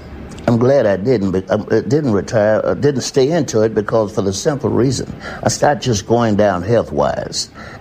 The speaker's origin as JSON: {"language": "English", "region": "South Carolina", "country": "United States", "tie": "born or raised there", "said": "I was growing up in South Carolina, in the cotton field"}